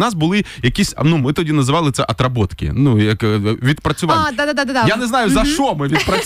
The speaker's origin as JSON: {"language": "Ukrainian", "town": "Kherson", "region": "Kherson Oblast", "country": "Ukraine", "tie": "born or raised there", "moved": "yes", "said": "я ж з Херсону взагалі родом."}